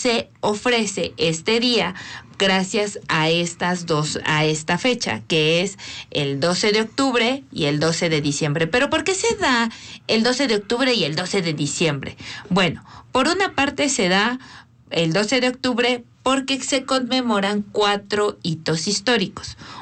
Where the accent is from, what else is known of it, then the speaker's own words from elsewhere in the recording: Mexico; nosotros como mexicanos